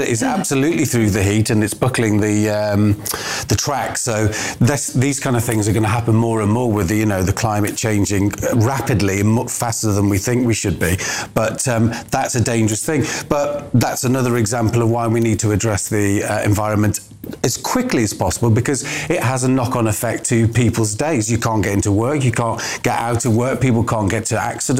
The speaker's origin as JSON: {"language": "English", "region": "Wales", "country": "United Kingdom", "said": "because I'm Welsh. I was born in North Wales. I don't speak Welsh or very badly."}